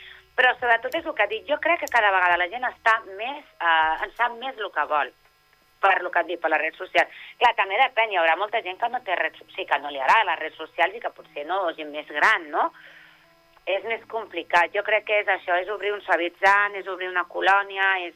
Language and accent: Catalan; Terrassa, Catalonia, Spain; T'ho dic Terrassa, jo soc de Terrassa.